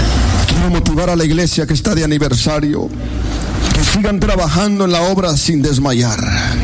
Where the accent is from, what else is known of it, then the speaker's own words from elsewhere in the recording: Guatemala; Entonces yo no estoy acostumbrado a tal vez a llevarme con un mexicano porque soy chapín. Mi estilo y mi sazón es diferente.